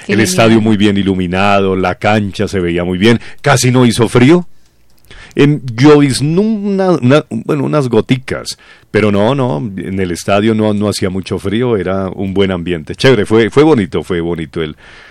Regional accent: Colombia

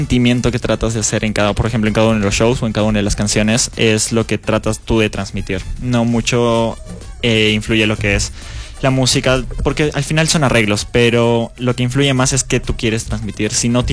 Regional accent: Arequipa, Peru; no fue aquí en la ciudad de Arequipa, fue en la ciudad de Juliaca. Y pues yo ahorita tengo 20 años

